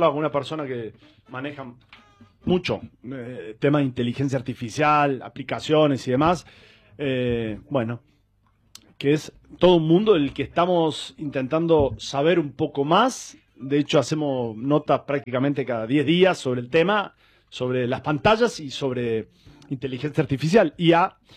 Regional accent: Argentina

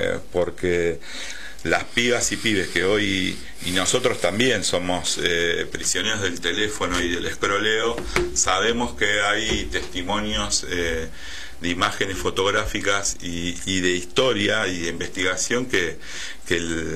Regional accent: Quilmes, Buenos Aires Province, Argentina; La secundaria me fui a vivir a Capital. Pero bueno, soy nacido y criado en Quilmes y la verdad que la siento como propia, por eso después volví al territorio a trabajar.

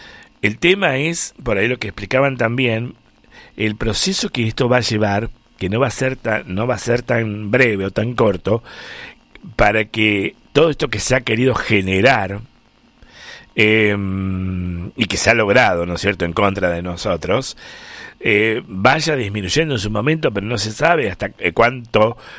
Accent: Argentina; como argentinos que somos y que queremos nuestro país, nuestra tierra, todo lo que comprende nuestra querida República Argentina

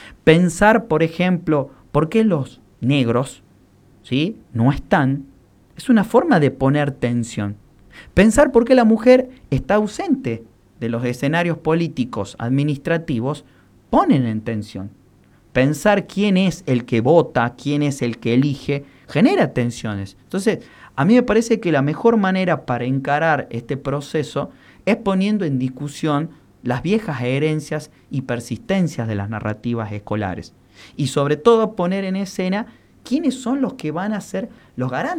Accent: Argentina; ¿Desde cuándo somos argentinos?

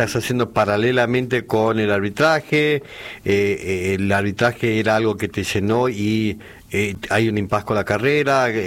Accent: La Quiaca, Jujuy, Argentina; yo soy de Jujuy, de la ciudad de La Quiaca

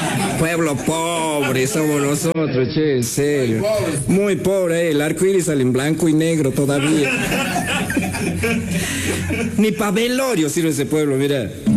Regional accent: Quimilí, Santiago del Estero, Argentina; Y bueno, ya lo saben ustedes que yo vengo desde Quimilí, Santiago del Estero.

